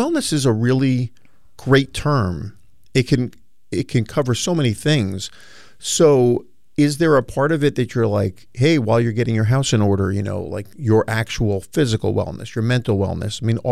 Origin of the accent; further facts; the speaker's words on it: New York City, New York, United States; I grew up in New York City. Mm-hmm. In Queens.